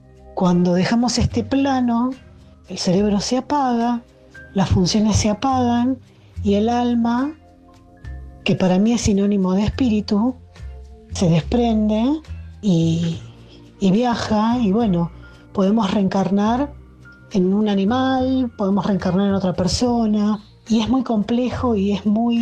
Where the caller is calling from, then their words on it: Buenos Aires, Argentina; de Capital